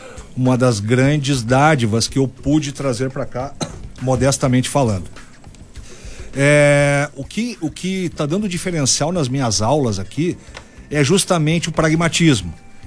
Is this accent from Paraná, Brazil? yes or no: no; Santa Cruz do Sul, Rio Grande do Sul, Brazil; Eu sou de Santa Cruz do Sul.